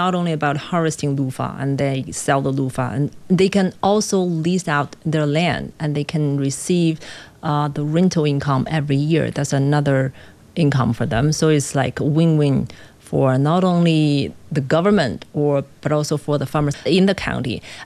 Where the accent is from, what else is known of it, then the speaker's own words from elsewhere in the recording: Huamei, China; English is a second language; I was native in the Huamei counties. I want to contribute to my hometown.